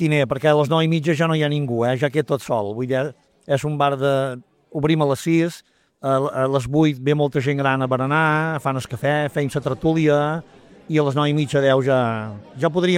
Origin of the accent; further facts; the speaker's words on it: Menorca, Balearic Islands, Spain; nosaltres som menorquins